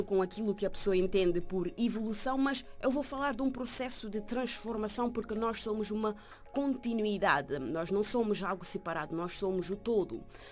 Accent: Cape Verde; moved away; eu sou cabo-verdiana

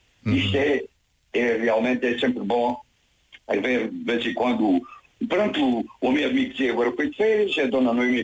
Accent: Almodóvar, Beja, Portugal; born there; além de dizer que se costuma dizer que é nasci mesmo em Almodóvar.

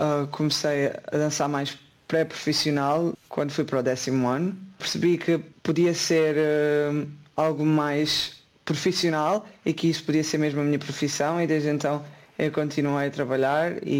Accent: Portugal; moved away as an adult; A primeira vez que saí de Portugal tinha apenas 18 anos e fui para Cape Town, na África do Sul.

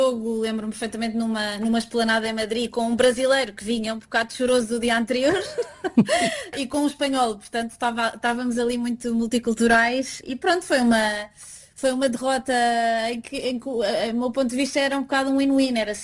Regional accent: Portugal; now in Spain

